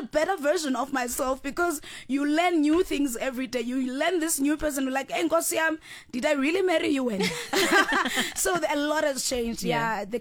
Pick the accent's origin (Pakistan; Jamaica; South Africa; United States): South Africa; King William's Town, Eastern Cape; now in Johannesburg, South Africa; I'm born and bred in King Williamstown, iQonce now